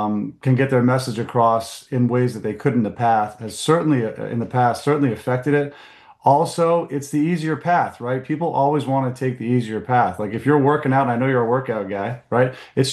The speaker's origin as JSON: {"language": "English", "region": "Maine", "country": "United States", "said": "I'm from District 1. My wife and my family grew up here."}